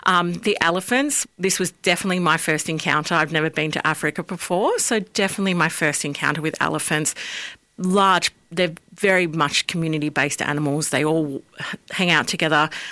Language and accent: English; Australia; Obviously, being Australian, it's hard to bring some of them back, but we definitely partook in a lot of their cultures.